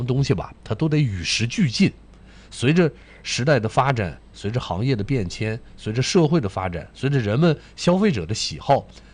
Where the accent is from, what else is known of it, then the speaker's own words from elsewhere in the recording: Hohhot, Inner Mongolia, China; 我们这个但凡是呼市人啊，我觉得大部分都是打小吃着被子长大的